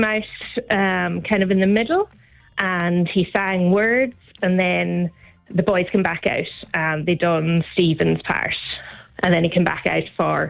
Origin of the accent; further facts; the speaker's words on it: Ulster, Ireland; now in Galway, Ireland; I'm from Donegal, live in Galway.